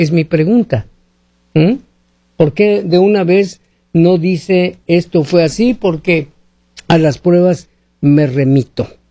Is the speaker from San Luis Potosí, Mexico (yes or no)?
no; Sonora, Mexico; Yo te puedo decir que soy de Sonora, pero no me vas a creer hasta que no te presente el acta de nacimiento, que te dé pruebas que soy de allá.